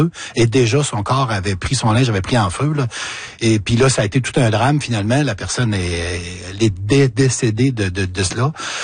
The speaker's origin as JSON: {"language": "French", "region": "Quebec", "country": "Canada", "said": "j'étais jamais venu participer à une fête de la Saint-Jean, sauf dans mon coin de pays en Beauce."}